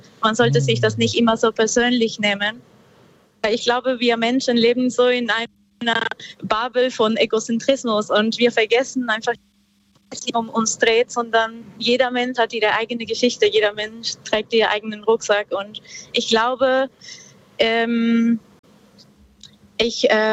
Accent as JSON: {"language": "German", "region": "northern Peru", "country": "Peru", "tie": "born or raised there", "moved": "yes", "said": "ich komme ursprünglich aus Peru. Ich bin im Norden von Peru aufgewachsen und da gab es sehr viel Natur"}